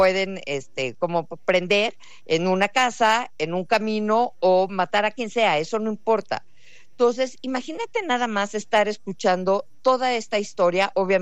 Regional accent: Mexico; Hemos los mexicanos normalizado esta brutalidad de violencia en la que estamos viviendo.

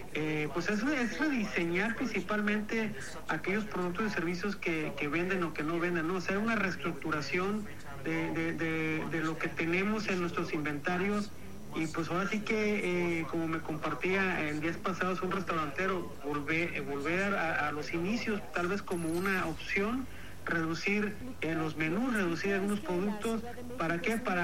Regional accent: Mexico; now in Puerto Vallarta, Mexico

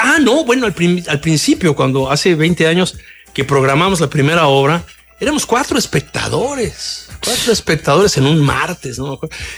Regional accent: Tlatelolco, Mexico City, Mexico; born there; Yo nací en Tlatelolco.

